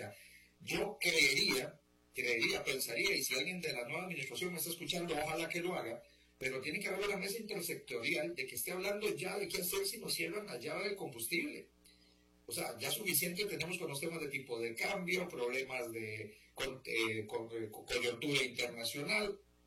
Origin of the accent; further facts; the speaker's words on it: Tres Ríos, Cartago, Costa Rica; yo crecí allá en San Diego de Tres Ríos